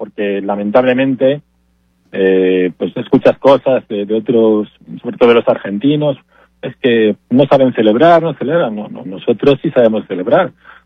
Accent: Spain; moved away

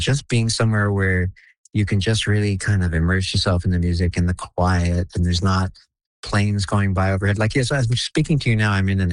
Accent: Canada; The fact is, you know, I'm Canadian. I live in Canada.

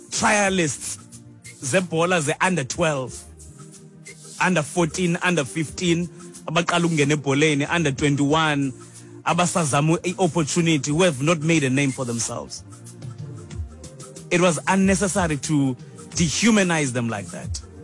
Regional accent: South Africa; I'm a patriotic South African. My patriotic South African.

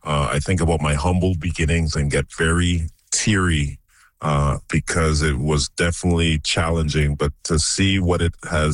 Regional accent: Toronto, Ontario, Canada; And, you know, growing up in Toronto at that time, learning the game of basketball, there wasn't a lot of resources.

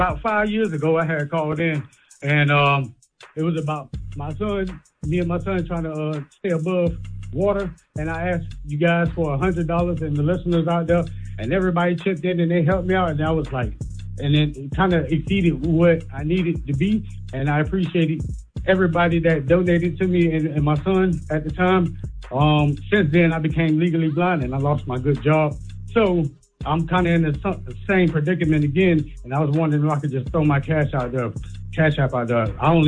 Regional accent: Orlando, Florida, United States; Hey, yo, I'm from Orlando, Florida.

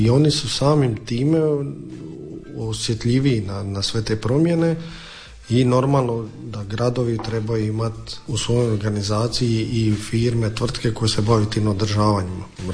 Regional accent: Dalmatia, Croatia; Dobro, kod nas u Dalmaciji

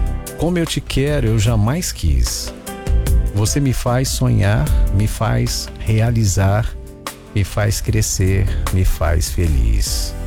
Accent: Benedito Leite, Maranhão, Brazil

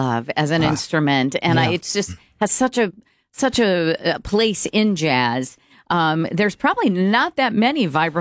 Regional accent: New York, United States; moved away; I'm from New York originally

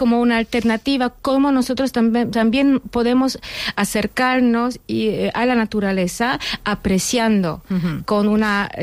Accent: Kraków, Lesser Poland, Poland; Spanish is a second language; Yo vengo de Cracovia, que es la antigua capital de Polonia, con un castillo renacentista, con muchos edificios renacentistas, el centro es muy histórico

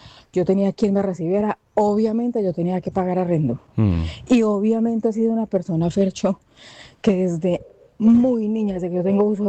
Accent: Medellín, Antioquia, Colombia; born there; Yo soy nacida en Medellín. Nosotros salimos de Medellín con mi mamá, cuatro hermanas, con mi madre hace muchos años. Por eso perdimos el acento ya de paisa.

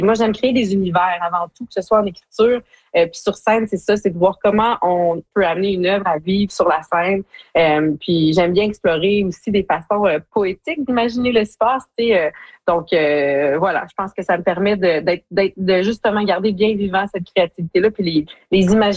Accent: Hearst, Ontario, Canada; je viens de Hearst, dans le nord de l'Ontario, mais j'ai de la famille qui est à Geraldton, qui est à Long-Lac

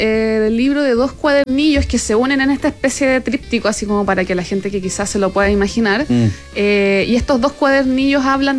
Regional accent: Puerto Montt, Los Lagos, Chile; born there; also born or lived in Santiago; now in Valdivia, Chile; Puerto Montt, porque también tengo una historia personal de infancia en Puerto Montt. Valdivia, porque es mi ciudad natal hoy en día, donde vivo. Y Santiago, porque también tiene parte de mi historia.

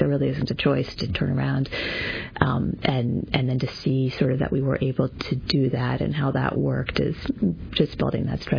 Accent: Kentucky, United States; access to wilderness in a way I could never have imagined growing up in Kentucky

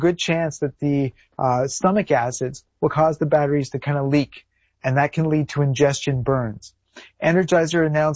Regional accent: Canada; I'm a Canadian boy, so I bought it here in Canada

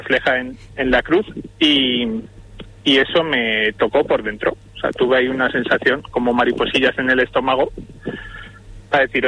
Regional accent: Barakaldo, Basque Country, Spain; born there; now in Vitoria, Spain; soy del País Vasco, nacido Baracaldo, pero he vivido muchos años por aquí.

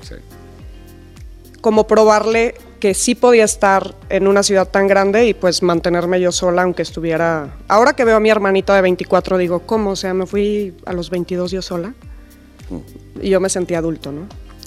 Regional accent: San Miguel el Alto, Jalisco, Mexico; moved away as an adult; also born or lived in New York; yo nací y crecí en los Altos de Jalisco, en otro San Miguel, San Miguel el Alto.

